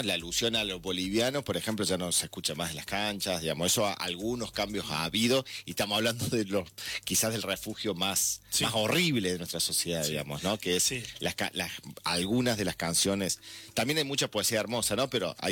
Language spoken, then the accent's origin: Spanish; Argentina; nuestra sociedad argentina.